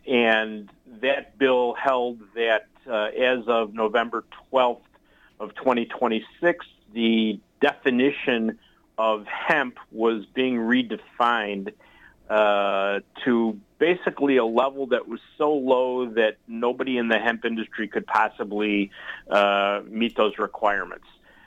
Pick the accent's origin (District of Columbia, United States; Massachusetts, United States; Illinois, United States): Illinois, United States; Chicago; I grew up in the Chicago area. I'm a lifetime resident of the Chicago area.